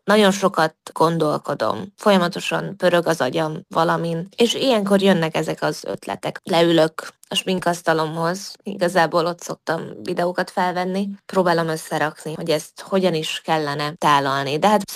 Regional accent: Vojvodina, Serbia; ezen a vidéken élünk, ez nem helytelen délvidéki magyarként én így beszélek. Persze folyamatosan művelem, és művelni kell a beszédünket, de jó érzés, hogy ide születtem, így beszéltek, ahogy most.

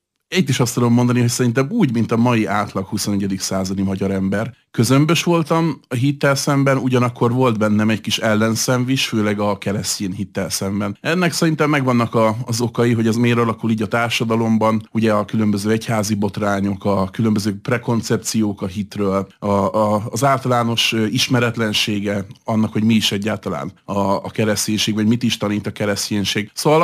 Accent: Hungary; főleg itt Európában magyarként

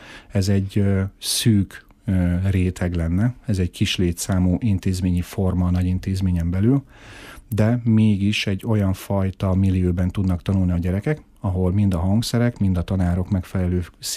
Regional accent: Miskolc, Borsod-Abaúj-Zemplén, Hungary; úgyhogy ide jártam, itt éltem, itt nőttem föl. Nem csak középiskolai években

